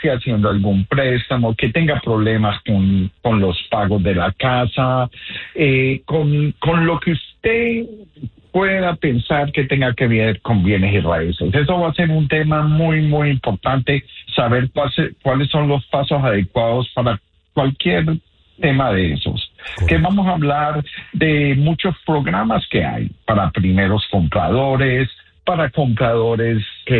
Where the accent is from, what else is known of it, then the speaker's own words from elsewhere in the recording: Colombia; now in United States; Soy originalmente de Colombia, Sudamérica.